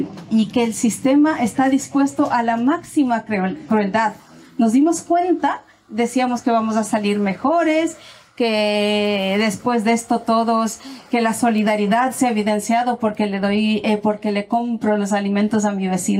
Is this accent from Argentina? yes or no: no; Ecuador; moved away; soy migrante, soy una mujer migrada, soy ecuatoriana